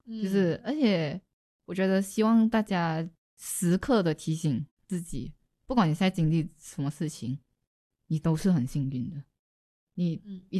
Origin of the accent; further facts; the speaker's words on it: Malaysia; moved away as an adult; now in Taiwan; 就是在台湾，我在追逐着我的梦想。然后周围在台湾也有一些朋友，然后回到马来西亚的话，也有我的家人。